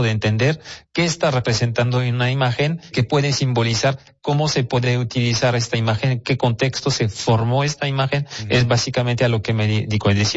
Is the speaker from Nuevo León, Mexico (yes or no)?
yes; Monterrey, Nuevo León, Mexico; para forjar un poquito mejor nuestra identidad como regios y personas del noreste de México